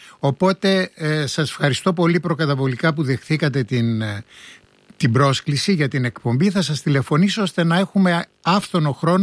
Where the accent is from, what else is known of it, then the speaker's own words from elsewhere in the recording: Istanbul, Turkey; γιατί είμαι από την Κωνσταντινούπολη και έχουμε και το Βόσφορο και τη Μαύρη Θάλασσα και τη θάλασσα του Μαρμαρά.